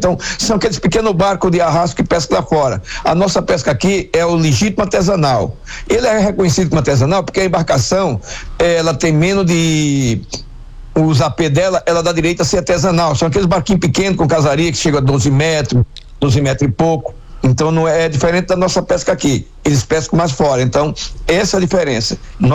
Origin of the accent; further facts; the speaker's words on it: Northeast Region, Brazil; now in Laguna, Brazil; Quando eu cheguei aqui nas épocas, em 80, né? Que eu sou nordestino, cheguei em 80 aqui